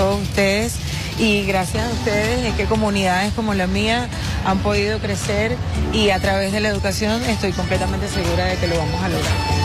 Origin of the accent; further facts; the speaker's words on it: Caracas, Capital District, Venezuela; que nací y me crié en la Cota 905